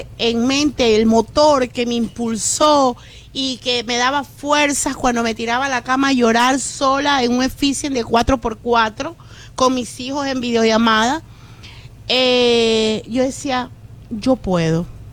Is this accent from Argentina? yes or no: no; Ecuador; moved away as an adult; now in United States; Yo fui maestra en mi país 20 años, okay, en un colegio de mucho prestigio en Ecuador.